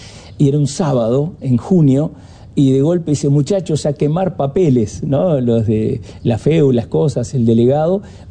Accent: Uruguay; mi padre fuera extranjero, soy uruguayo de primera generación, ¿no? Viniese de Viena, de Austria

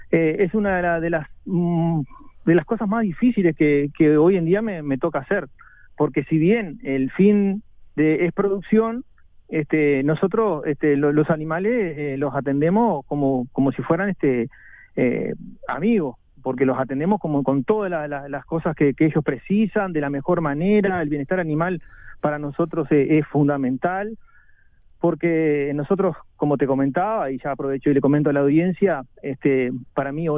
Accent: Florida, Uruguay; soy viví desde chiquito, soy criado afuera, nací en la ciudad de Florida y siempre me mantuve en mi pueblo, en Berrondo.

